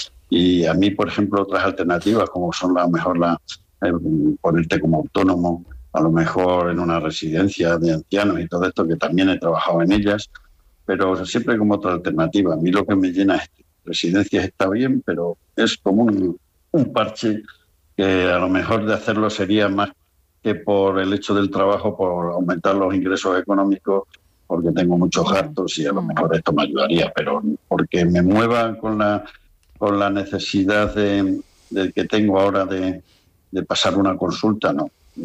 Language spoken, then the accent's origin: Spanish; Extremadura, Spain; yo soy de Cáceres y tengo una casa en un pueblo de Cáceres que se llama Casa Tejada, donde eran mis padres, era mi familia